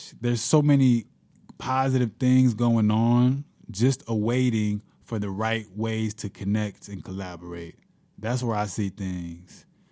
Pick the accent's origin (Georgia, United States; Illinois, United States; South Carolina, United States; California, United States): Illinois, United States; Kankakee; I'm from Kankakee, by the way, my friend.